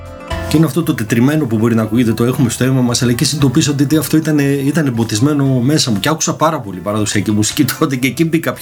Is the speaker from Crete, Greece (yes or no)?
no; Ioannina, Epirus, Greece; also born or lived in Ravenia, Dodoni; Υπηρώτης και εγώ. Υπηρώτης. Από τα Ραβένια Δοδόνης. Ναι, μεγάλο γεννήθηκα στα Γιάννα, βέβαια. Εδώ πέρα.